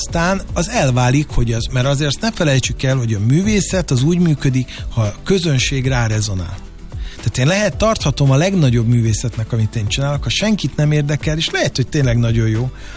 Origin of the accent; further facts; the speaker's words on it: Hungary; first language Hungarian; Mert miért én nem vagyok magyar? Na most azért ezen gondolkozzunk el. Ez az anyanyelvem. Ebben a kultúrában nőttem fel.